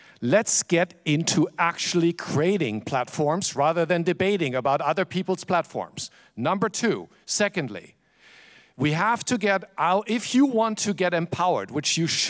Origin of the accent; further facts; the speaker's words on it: Germany; now in United States; I actually grew up here. I live in the US now, but I grew up in Germany.